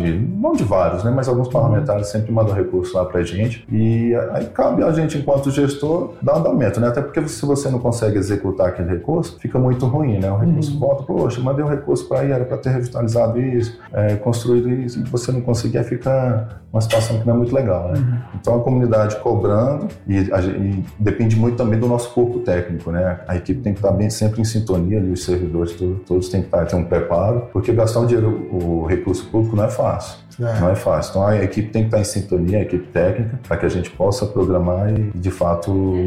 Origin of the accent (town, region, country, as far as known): Recanto das Emas, Federal District, Brazil; born or raised there; also born or lived in Taguatinga